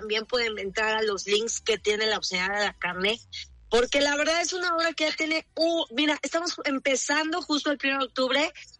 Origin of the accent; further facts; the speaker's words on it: Tuxpan, Veracruz, Mexico; Yo soy de Tuxpan